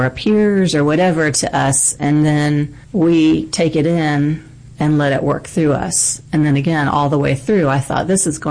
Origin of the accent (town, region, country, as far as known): Florida, United States